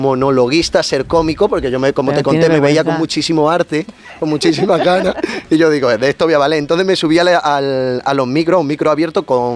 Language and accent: Spanish; Frigiliana, Andalusia, Spain; No, soy de Frigiliana. Y con orgullo